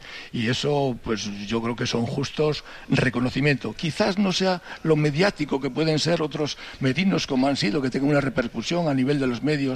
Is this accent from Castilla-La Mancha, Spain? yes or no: no; Cantabria, Spain; Y la que tenemos que sentir orgullosos como cántabros de la celebración de esta fiesta.